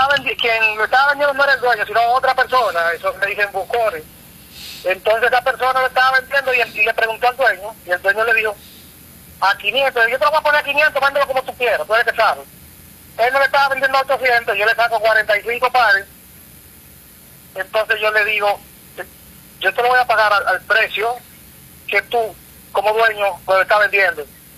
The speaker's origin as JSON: {"language": "Spanish", "country": "Dominican Republic"}